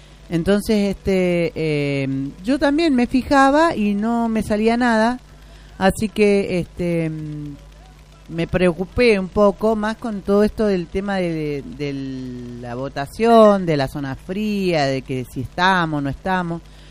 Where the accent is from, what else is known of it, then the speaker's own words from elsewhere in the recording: Argentina; Y yo era como buena argentina.